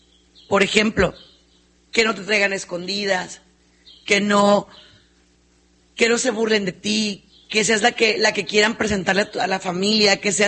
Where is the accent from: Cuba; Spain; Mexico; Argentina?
Mexico; nosotros que somos mexicanos, pues somos muy vigueros, muy groseros.